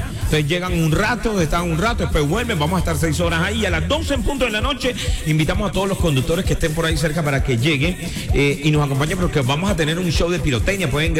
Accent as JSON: {"language": "Spanish", "town": "Cartagena", "region": "Bolívar", "country": "Colombia", "said": "Porque nosotros los cartageneros, cuando nos unimos, conseguimos grandes cosas."}